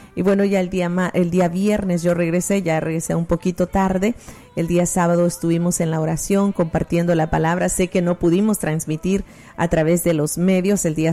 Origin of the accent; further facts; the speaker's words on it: El Salvador; En mi país, El Salvador, le llamamos zapotes.